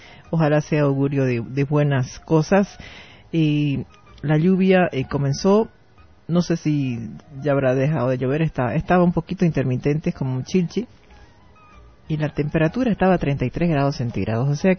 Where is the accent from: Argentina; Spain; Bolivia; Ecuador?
Bolivia